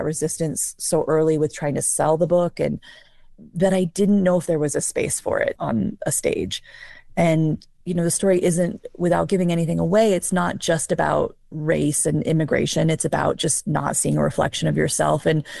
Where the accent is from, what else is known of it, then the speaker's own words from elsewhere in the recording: Wyoming, United States; also born or lived in Colorado; And of course, growing up in Wyoming and being from here, I mean, even being in Colorado, there's wind is a thing.